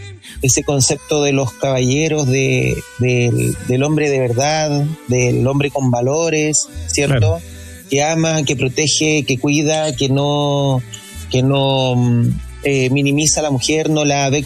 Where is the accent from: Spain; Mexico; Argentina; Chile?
Chile; si somos chilenos